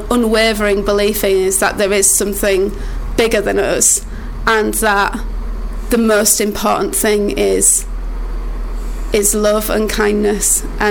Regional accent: Wakefield, Yorkshire and the Humber, United Kingdom; born there; also born or lived in Bradford; Oh, I was born in West Yorkshire, not Bradford, yeah. though. I was born in Wakefield.

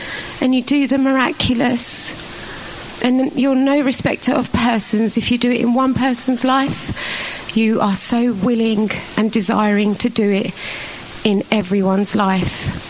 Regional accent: London, United Kingdom; So I grew up in East London, and my family were brought up, like my family were a Hindu background, and so when I grew up there was a lot of just Hinduism around

